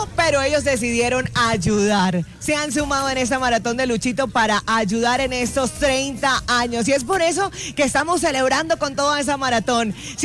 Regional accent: Barranquilla, Atlántico, Colombia; Yo sí quiero saludar a mi gente de Barranquilla, mi tierra bella, querida, y los quiero animar.

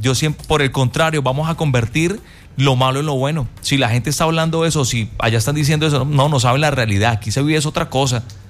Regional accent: Norte de Santander, Colombia; no me gusta por el tema de que hablen de mi tierra, ¿no? Pero también le da uno dolor de que suceden cosas y no se puede tampoco tapar el sol con un dedo. No es mentira que en esta zona del Catatumbo pasen ese tipo de cosas

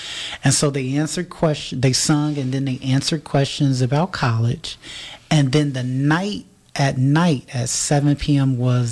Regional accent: Chicago, Illinois, United States; now in Kalamazoo, United States; And so last year I had the opportunity to hear Spelman College Glee Club in Chicago, my hometown.

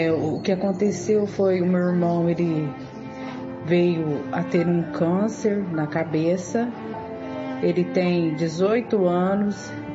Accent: Mococa, São Paulo, Brazil; sou da cidade de Mococa.

